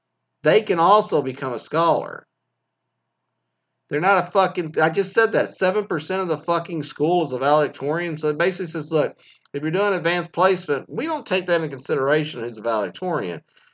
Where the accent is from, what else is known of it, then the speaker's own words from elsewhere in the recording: Mesquite, Texas, United States; I was from Mesquite High School.